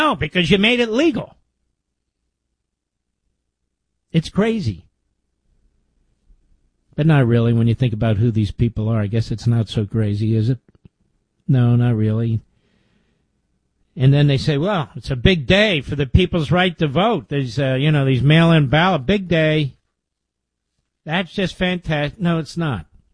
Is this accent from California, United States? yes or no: no; Pennsylvania, United States; also born or lived in Virginia, United States; I remember when I was growing up in Pennsylvania, but also I remember as a young man in Virginia